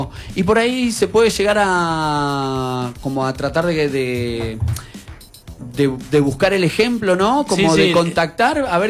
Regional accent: Argentina

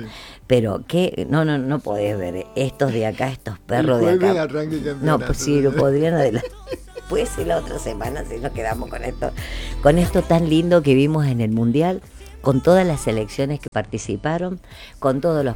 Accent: Argentina; Nosotros no somos argentinos porque la selección gane o pierda un partido. Nosotros lo llevamos en la sangre

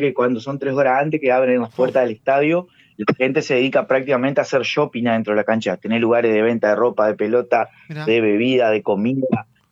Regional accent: Argentina; siendo hincha argentino

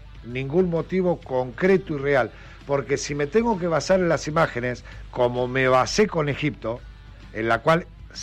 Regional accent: Argentina; y como somos los argentinos.

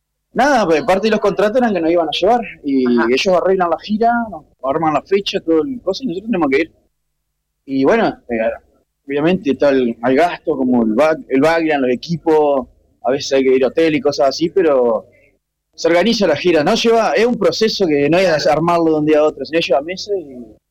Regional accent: Paraná, Entre Ríos, Argentina; Yo y el bajista … el bajista se llama Ismael Dimensa, somos de Paraná

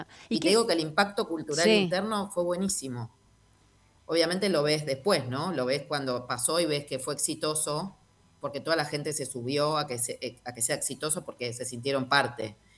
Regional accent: Argentina

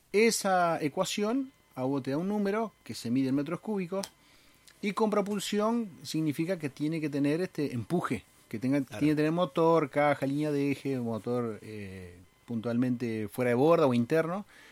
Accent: Paraná, Entre Ríos, Argentina; born there; now in General Alvear, Argentina; nacido en Paraná, vivo en Alvear ya hace algún tiempo, como te contaba recién, tengo la dirección de Alvear.

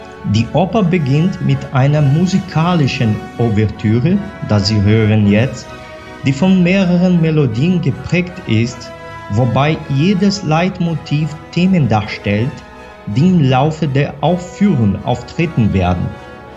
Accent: Brazil; German is a second language; ich bin Brasilianer.

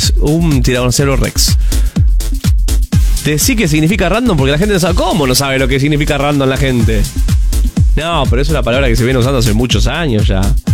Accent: Cañada Rosquín, Santa Fe, Argentina; de Cañada Rosquina. Acá en la panadería

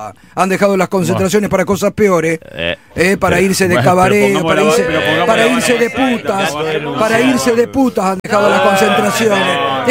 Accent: Argentina; Estas son las cosas que nos hacen falta como argentinos.

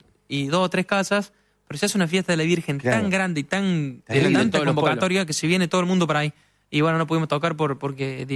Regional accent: Marull, Córdoba, Argentina; Marul, mi pueblo

